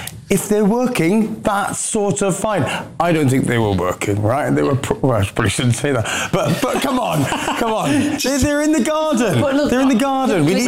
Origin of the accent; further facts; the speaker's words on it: Wales, United Kingdom; because as a Welshman, look, I was rooting for Ghana tonight, I'll be honest.